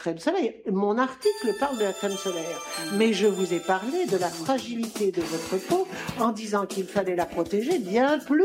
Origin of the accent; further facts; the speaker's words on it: France; C'est la France, mon pays d'origine.